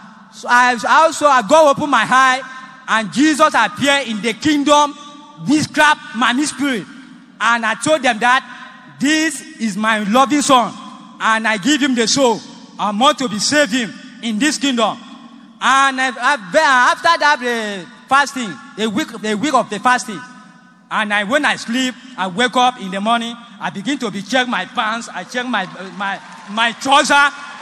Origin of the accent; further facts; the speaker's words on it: Akwa Ibom, Nigeria; I'm from Akwa Ibom.